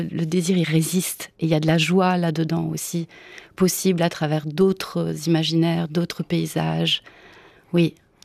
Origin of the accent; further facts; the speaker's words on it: Italy; Et c'est quelqu'un de très important pour moi parce que je suis italienne à mon tour.